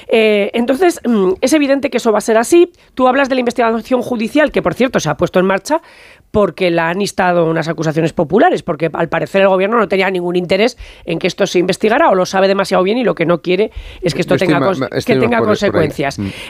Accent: Spain; Pues que no, todos somos españoles, y no hace falta que estemos todo el día diciéndonos que españoles somos

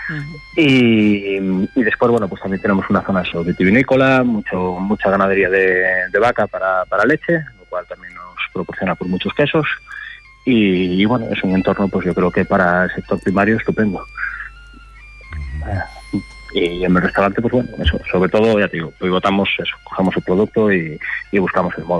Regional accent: Chantada, Galicia, Spain; Sí, sí, yo nací en Chantada de toda la vida.

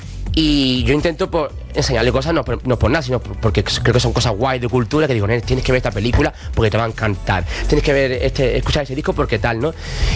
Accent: Andalusia, Spain; Yo soy súper ateo, yo el mundo de la Semana Santa no me gusta. Siendo andaluz no me gusta.

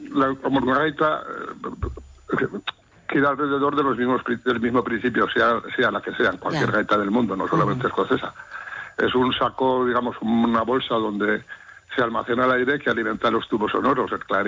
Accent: Sariñena, Aragon, Spain; Soy nacido en Sariñena, es residente de Sariñena.

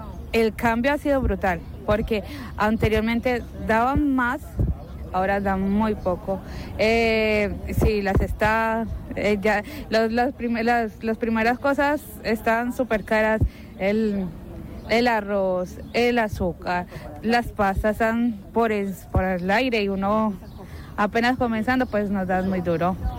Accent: Colombia; now in Spain; Soy colombiana. Uh-huh. Hace 7 años que estoy acá en España.

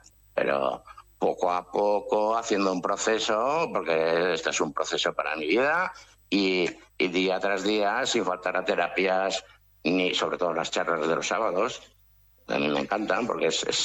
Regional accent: Oiartzun, Basque Country, Spain

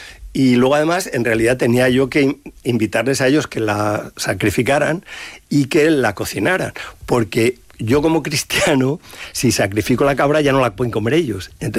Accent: Madrid, Community of Madrid, Spain; now in Salamanca, Spain; yo soy madrileño y ahora estoy adoptado en Salamanca por la cátedra

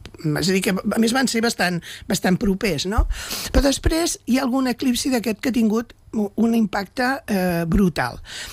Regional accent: Prades, Catalonia, Spain; also born or lived in Barcelona / Vilallonga; jo sóc de Prades, eh? Jo la meva segona... Jo em divideixo entre Barcelona

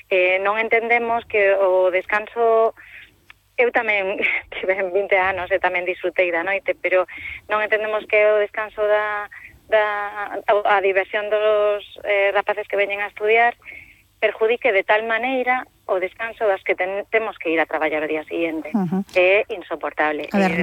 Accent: Santiago de Compostela, Galicia, Spain; eu que son de Santiago de toda a miña vida, comprei un piso

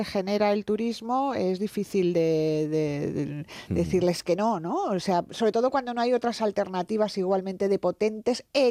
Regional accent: Madrid, Community of Madrid, Spain; A ver, soy madrileña.

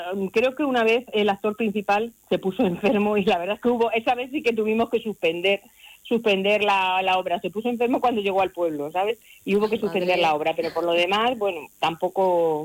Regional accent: Sonseca, Castilla-La Mancha, Spain; born or raised there

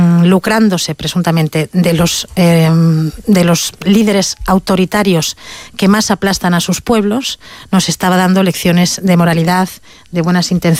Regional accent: Spain; por el daño que nos hace como españoles a la imagen de nuestro país

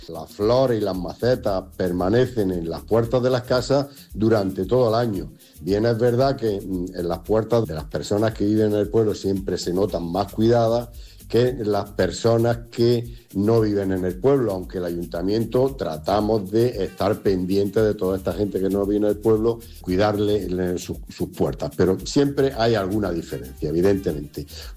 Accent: Alcudia de Monteagud, Andalusia, Spain; de mi pueblo, de Alcudia de Monteagud.

